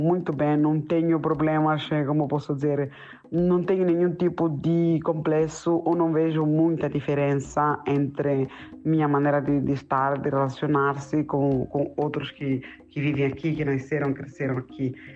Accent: Mozambique; moved away as an adult; saí de Moçambique, graças a Deus, que eu já tinha 12ª e trouxe meus documentos já traduzidos.

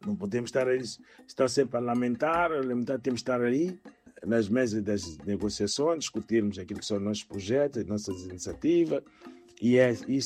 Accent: Mozambique; now in Germany; Estamos aqui na Alemanha. A Alemanha é um Estado federado e nós não temos nenhum projeto nenhum como moçambicanos aqui na Alemanha.

